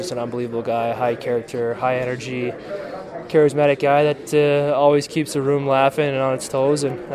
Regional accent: Minnesota, United States; And I mean, I remember growing up in Minnesota, kind of watching him his early years.

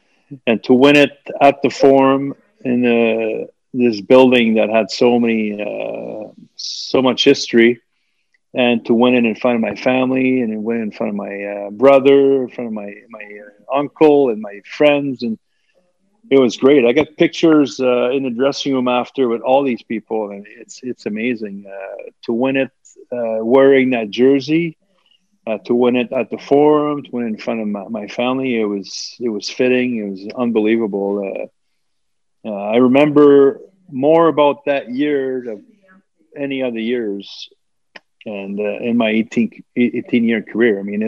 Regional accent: Montreal, Quebec, Canada; Yeah, well, like I said, I was a kid from Montreal

